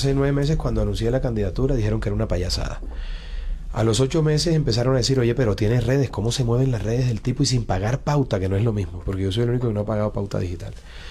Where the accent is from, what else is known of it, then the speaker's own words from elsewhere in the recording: Bogotá, Colombia; born there; Yo nací en Bogotá porque en esa época se usaba eso.